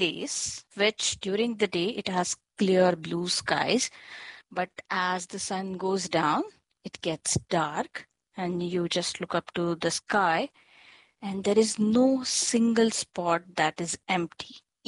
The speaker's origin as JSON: {"language": "English", "town": "Mumbai", "region": "Maharashtra", "country": "India", "tie": "born or raised there"}